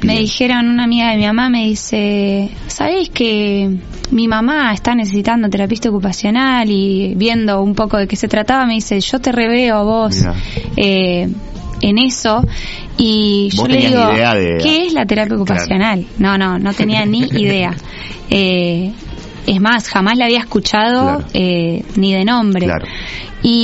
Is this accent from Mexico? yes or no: no; Punta Alta, Buenos Aires Province, Argentina; Nací en Punta Alta.